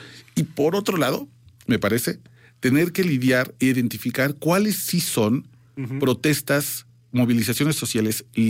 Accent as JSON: {"language": "Spanish", "region": "Mexico City", "country": "Mexico", "said": "Y como chilangos, la verdad es que ya conocemos bien."}